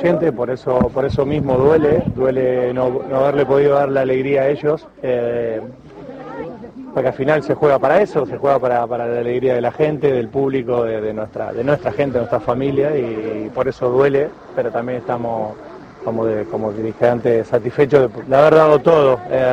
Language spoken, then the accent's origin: Spanish; Argentina